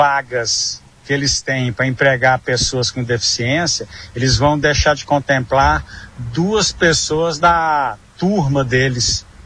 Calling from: Brazil; sou do Jardim Novo Mundo.

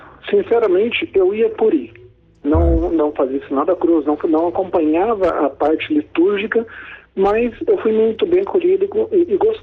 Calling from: Ponta Grossa, Paraná, Brazil; Eu falo da cidade de Ponta Grossa, no Paraná.

